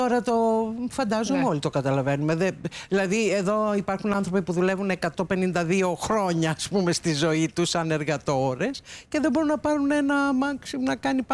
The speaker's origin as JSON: {"language": "Greek", "town": "Chania", "region": "Crete", "country": "Greece", "tie": "born or raised there", "moved": "yes", "said": "Εγώ έχω μεγαλώσει στη Νέα Χώρα, δηλαδή δίπλα στο κολυμβητήριο των Χανίων."}